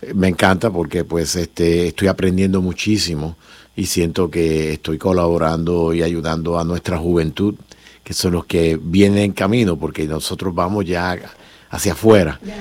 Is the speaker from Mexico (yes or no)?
no; Puerto Rico; moved away; yo soy de Puerto Rico, un pequeño pueblo en las montañas que se llama Morovis, Puerto Rico.